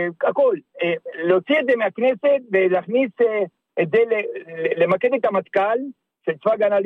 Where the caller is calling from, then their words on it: Holon, Tel Aviv District, Israel; ואני מחולון.